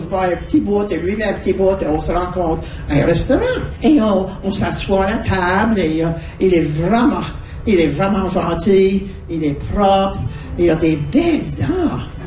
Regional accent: Nova Scotia, Canada; Ben moi, je viens de la Baie-Sainte-Marie.

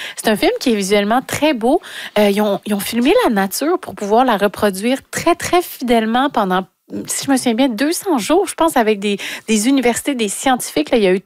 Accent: Rimouski, Quebec, Canada; C'est peut-être un régionaliste parce que je viens de Rimouski. Je ne suis pas montréalaise

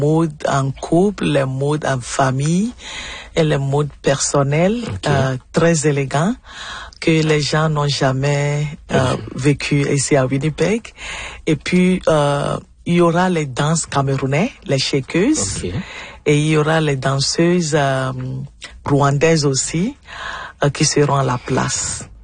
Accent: Togo; ma mère, je suis togolaise, et puis ma mère, depuis sa jeunesse, elle était vendeur de pagne. Elle faisait le business entre Nigeria et puis le Togo.

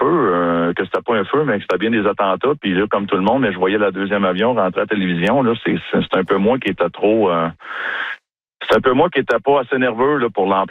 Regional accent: Sainte-Anne-de-la-Pérade, Quebec, Canada; moi, je viens de Saint-Anne-de-la-Pérade, un petit village. On est 1500 personnes dans le village.

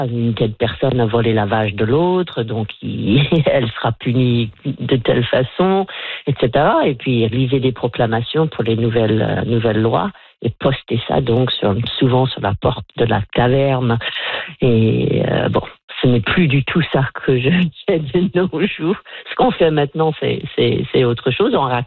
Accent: Nova Scotia, Canada; born there

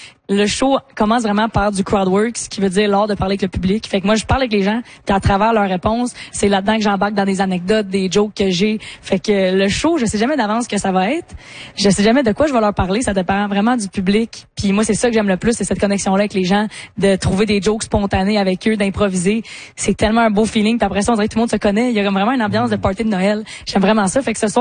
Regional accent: L'Orignal, Ontario, Canada; now in Montreal, Canada; Je peux dire que c'est un peu ma région, puisque je viens de l'Orignal, dans l'est de l'Ontario. Fait que moi, je considère que rendu Ottawa, Gatineau, c'est ma gang, là. On parle pareil, on se comprend.

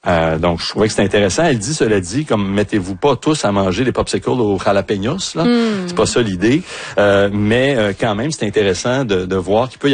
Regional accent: Saint-Jérôme, Quebec, Canada; Ben oui, c'est ma ville natale.

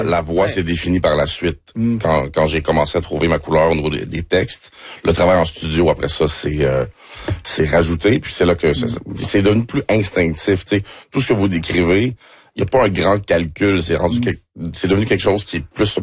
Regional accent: Montréal-Nord, Quebec, Canada; born there; Mais je suis né à Montréal-Nord, par exemple.

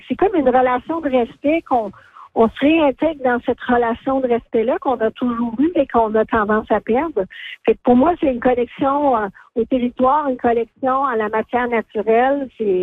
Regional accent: Quebec, Canada; Faut savoir que moi, je viens des Laurentides, j'habite à Val-David.

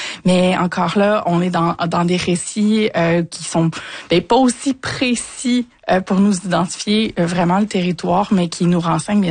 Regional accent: Trois-Rivières, Quebec, Canada; j'ai grandi à Trois-Rivières, je suis native de la région, donc oui, mon Trois-Rivières, je l'ai à cœur

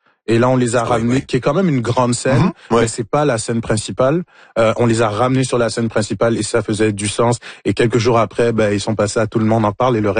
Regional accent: Montreal, Quebec, Canada; Moi, j'ai grandi à Montréal, je suis né à Montréal

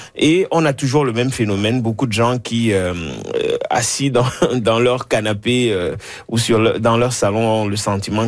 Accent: Cameroon; le Cameroun, qui est mon pays d'origine, ne s'est pas qualifié

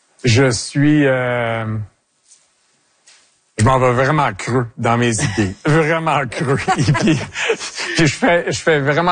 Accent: Quebec, Canada; Je suis fier québécois. J'ai été né ici. Mes parents ont été nés ici. Mes grands-parents ont été nés ici. J'ai été éduqué en français.

